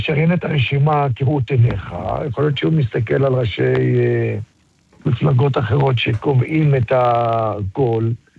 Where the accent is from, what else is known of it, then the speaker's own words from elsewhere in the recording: Holon, Tel Aviv District, Israel; אני גדלתי בחולון, גדלתי בשכונת הגיבורים.